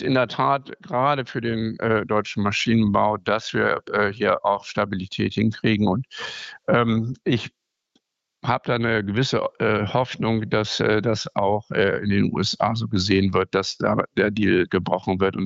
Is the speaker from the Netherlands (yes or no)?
no; Northern Germany, Germany; Nein, also da bin ich als Norddeutscher, wie Sie eben einleitend schon gesagt haben, sturmerprobt.